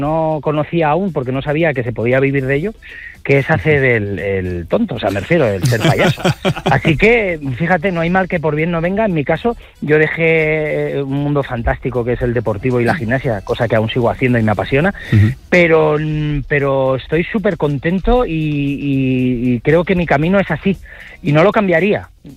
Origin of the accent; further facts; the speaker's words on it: Alicante, Valencian Community, Spain; ya que yo soy valenciano, soy de Alicante, soy de la mayor terreta del mundo.